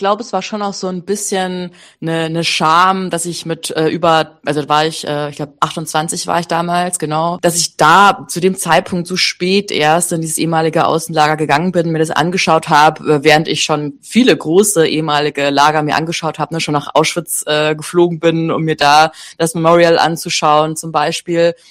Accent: Bavaria, Germany; moved away; das so ganz in der Nähe von meinem Elternhaus ist. Ich komme ursprünglich aus Bayern.

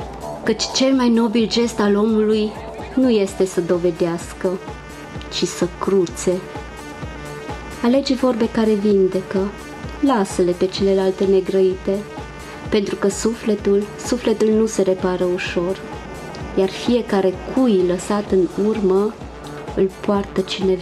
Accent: Maramureș County, Romania; accent: Maramureș; vin de la Maramureș, am un pic accentul de Maramureș

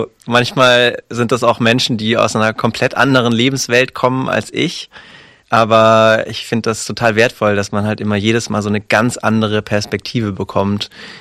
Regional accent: Stuttgart, Baden-Württemberg, Germany; Ich komme ja aus Stuttgart.

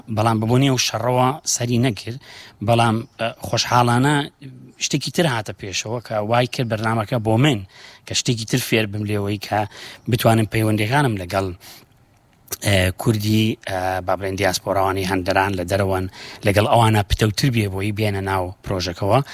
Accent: Sulaymaniyah, Kurdistan Region, Iraq; English is a second language; moved away as an adult; now in Sweden; I'm from Bashur in Kurdistan, in the city of Sulaymaniye. I born there, I grew up, I studied music, I studied violin, and then I moved to Sweden in 2002

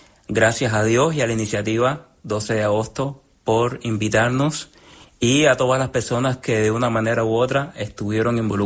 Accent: Havana, Cuba; Soy cubano, vivo en La Habana, soy músico, cantante de dos coros y clarinetista de una banda de música.

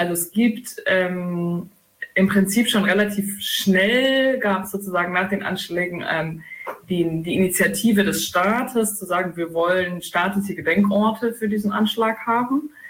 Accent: Jena, Thuringia, Germany; Wir haben es ja am Anfang gesagt, wir kommen aus Jena, und das ist vielleicht schon auch noch ein wichtiger Bezugpunkt.

